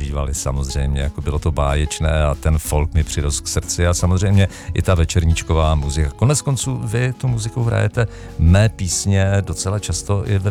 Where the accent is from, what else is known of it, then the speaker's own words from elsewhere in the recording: Plzeň, Plzeň Region, Czechia; born there; also born or lived in Kladno; Narodil jsem se na západě Čech v Plzni, později jsem se usadil nedaleko Plzně.